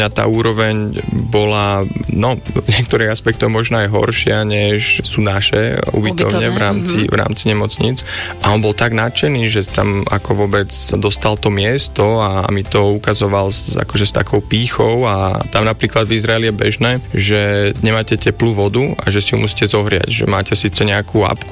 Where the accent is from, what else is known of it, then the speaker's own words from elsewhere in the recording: Bratislava, Bratislava Region, Slovakia; born there; also born or lived in Vienna, Austria; narodil som sa v Bratislave. Na strednú školu som chodil prvé 2 roky do Viedne, ale potom do Bratislavy na gymnázium Matky Alexie.